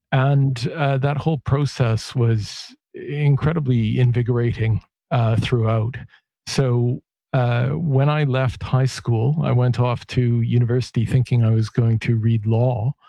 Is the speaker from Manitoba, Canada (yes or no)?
yes; Winnipeg, Manitoba, Canada; moved away as an adult; also born or lived in Montreal; I grew up in Winnipeg, Canada.